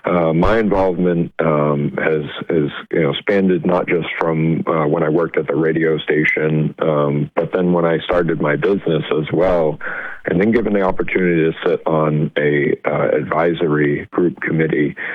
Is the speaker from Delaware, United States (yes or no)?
no; Waterville, Maine, United States; I'm from the Waterville area.